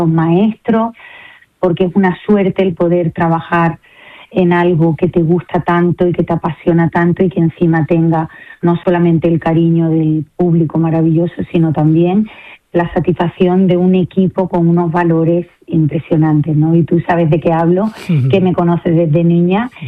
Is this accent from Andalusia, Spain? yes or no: yes; Andalusia, Spain; los tres somos andaluces